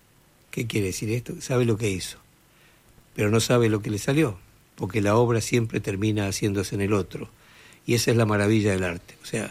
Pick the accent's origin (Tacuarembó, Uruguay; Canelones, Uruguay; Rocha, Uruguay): Tacuarembó, Uruguay; moved away as an adult; now in Montevideo, Uruguay; En el 23 de abril, creo que fue, de marzo del 74, arranqué y no volví más a vivir a Tacuarembó.